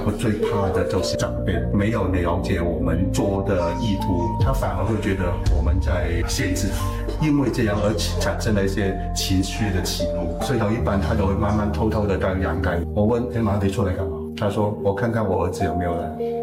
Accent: Hong Kong; born there; 我是从在香港出生

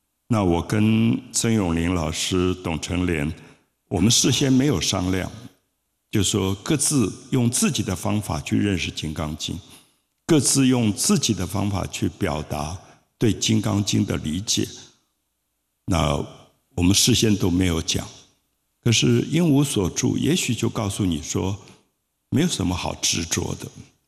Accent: Taipei, Taiwan; also born or lived in Tunghai; 我小时候在台北的大龙洞，大龙洞那边庙多树多，我们中午的时候都睡在大榕树上

